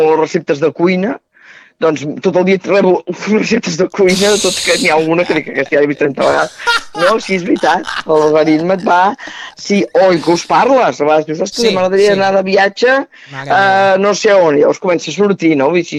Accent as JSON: {"language": "Catalan", "town": "Terrassa", "region": "Catalonia", "country": "Spain", "said": "Jo sóc de Terrassa"}